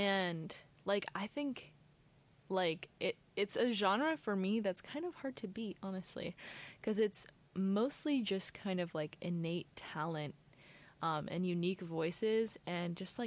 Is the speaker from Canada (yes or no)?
no; Ohio, United States; I'm from Ohio, which is, like, the Midwest. But I am from Southern Ohio, so I live very close to the Southern border.